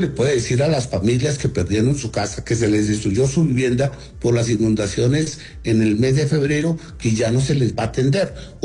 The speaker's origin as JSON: {"language": "Spanish", "country": "Colombia", "said": "Allí tenemos nosotros, es que como colombianos, hacer una veeduría"}